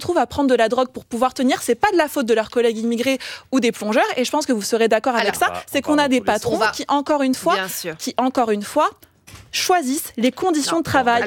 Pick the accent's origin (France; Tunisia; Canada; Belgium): France; Et effectivement, en tant que Français, quand on va immigrer dans notre pays, bah nous en fait on est les expatriés